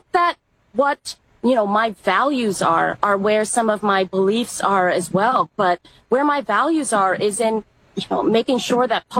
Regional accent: Madison, Wisconsin, United States; born or raised there

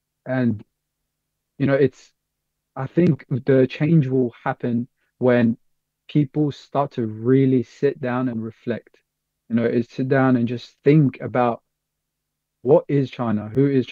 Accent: Australia; especially growing up in Australia

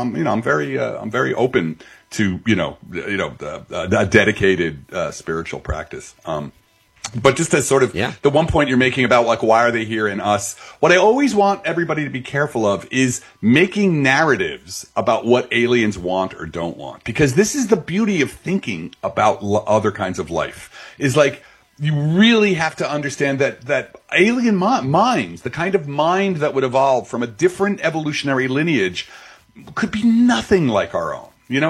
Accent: Belleville, New Jersey, United States; I'm from Jersey. I'm from, like, the Newark area. I'm up from Belleville.

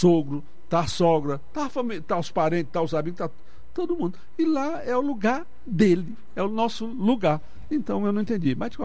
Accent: São José do Frade, Ceará, Brazil; Nós somos de São José do Frade, que é um distrito. Agora é Raimundo Martins, mas ele é um distrito de Santa Quitéria, mas é São José do Frade, entendeu?

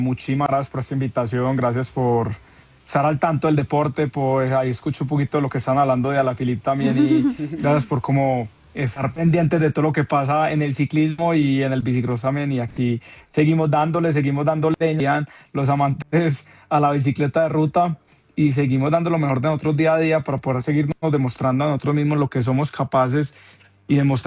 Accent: Colombia; lo que somos capaces los colombianos.

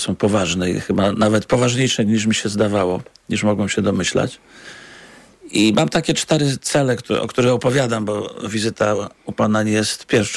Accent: Wrocław, Lower Silesian Voivodeship, Poland; i pan, i ja jesteśmy z Wrocławia.

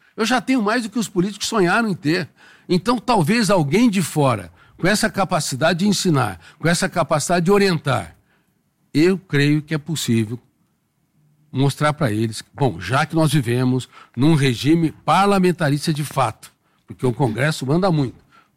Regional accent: Colina, São Paulo, Brazil; born there; Por exemplo, na minha querida cidade, onde eu nasci, Colina.

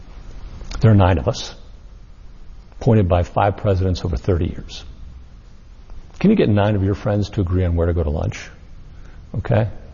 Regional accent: Colorado, United States; I love the fly fish. I'm from Colorado. It's a thing we do.

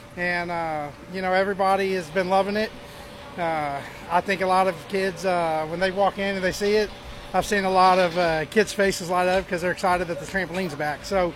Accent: Oklahoma City, Oklahoma, United States; I am actually from Oklahoma City.

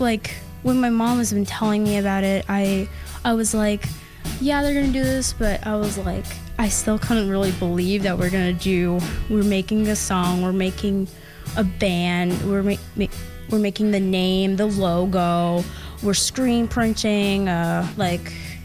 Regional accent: Kigali, Rwanda; English is a second language; I'm 12 years old, and I'm from Rwanda, Kigali.

